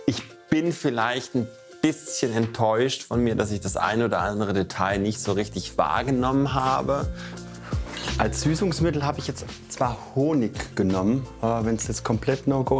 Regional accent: Siegen, North Rhine-Westphalia, Germany; born there; Da bin ich geboren in Siegen.

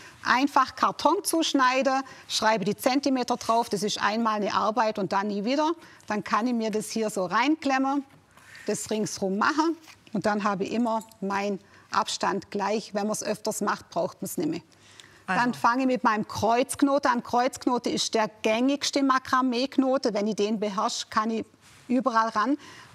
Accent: Flanders, Belgium; German is a second language; now in Swabia, Germany; Aber ich bin im Flämischen. Also wir sind Flamer.

